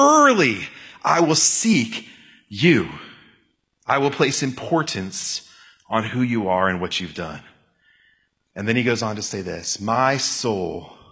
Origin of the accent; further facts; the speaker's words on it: Florida, United States; moved away as an adult; also born or lived in Temecula, California; moved to Southern California from Florida, and I thought, you know, I know what hot is, right? I grew up in Florida, but then I moved into Temecula, California, which is in the middle of the desert